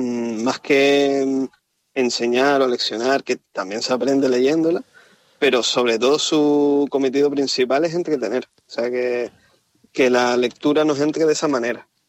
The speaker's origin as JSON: {"language": "Spanish", "town": "Tacoronte", "region": "Canary Islands", "country": "Spain", "tie": "born or raised there", "said": "el pueblo donde se inspira gran parte de la historia, que es mi pueblo, Tacoronte, en Tenerife."}